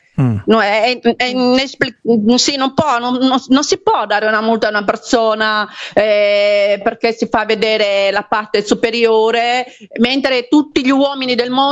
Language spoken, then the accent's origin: Italian; Brazil; now in Italy; come al solito da buona brasiliana.